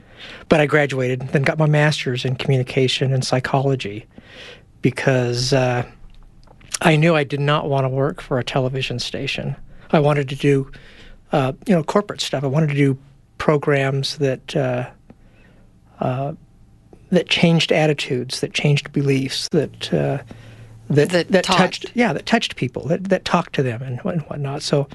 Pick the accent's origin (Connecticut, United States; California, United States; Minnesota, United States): California, United States; Palm Springs; Well, I grew up in California in Palm Springs and was really always kind of interested in photography, but loved science.